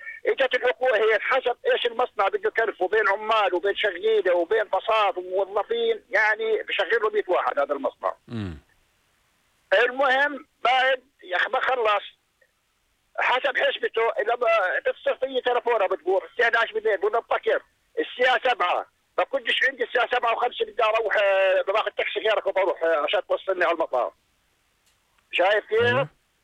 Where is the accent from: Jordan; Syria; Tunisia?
Jordan; أجا واحد بدي استثمر هون عندنا بالأردن يسوي مصنع كرفانات.